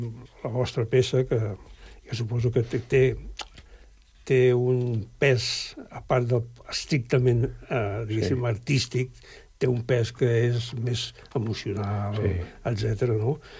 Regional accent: Andorra; born there; Clar, perquè som nascuts d'Andorra, per les circumstàncies també especials.

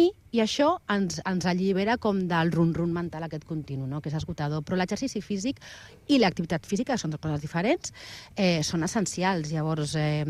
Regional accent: Barcelona, Catalonia, Spain; now in Altafulla, Spain; Però jo parlo de com a Altafullenca o com a Barcelonina afincada a Altafulla, que és una gran és diferent viure en una ciutat.

